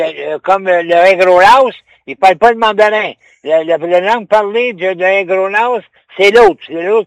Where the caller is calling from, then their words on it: Quebec, Canada; J'ai dit non, je suis Québécois.